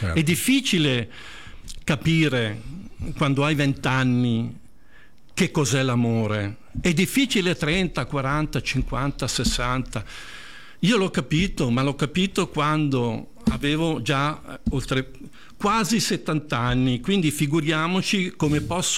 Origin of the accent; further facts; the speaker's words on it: Lurate Caccivio, Lombardy, Italy; also born or lived in Southern Italy; sono un terrone e non mi vergogno a dirlo, perché quelle sono le mie origini. Sono cresciuto nel Comasco, perché mio padre a 4 anni mi ha portato in Lurate Cacivio, provincia di Como, e quindi i miei compagni, i miei amici di adolescenza erano tutti lombardi.